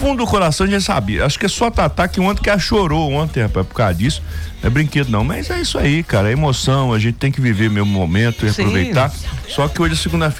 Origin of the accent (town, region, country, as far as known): Brazil